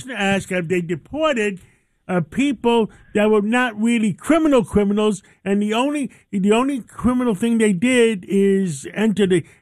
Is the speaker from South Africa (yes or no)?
no; New York City, New York, United States; where I grew up in Harlem. I grew up among all these people.